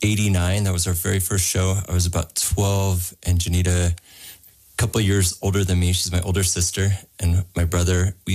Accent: Black Mesa, Arizona, United States; Growing up in Black Mesa on the Navajo Reservation, we come from the Diné Nation, but our region was in a political land dispute.

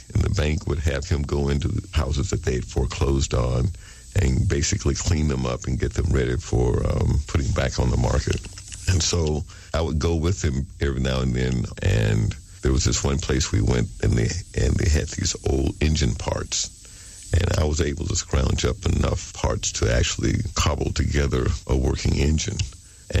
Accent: Mobile, Alabama, United States; I grew up in Alabama. It was Mobile, Alabama. My father was a military veteran.

